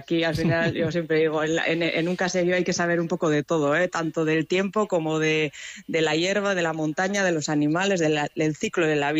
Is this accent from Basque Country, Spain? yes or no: yes; Zarautz, Basque Country, Spain; Siempre yo he sido soy de Zarauz de nacimiento y siempre he vivido en una casa, pero siempre con algún animal que otro, como quien dice.